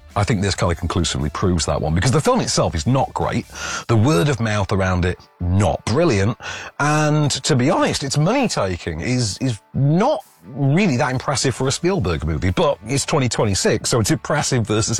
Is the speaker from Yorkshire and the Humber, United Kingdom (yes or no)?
yes; Yorkshire and the Humber, United Kingdom; I'm a Yorkshire boy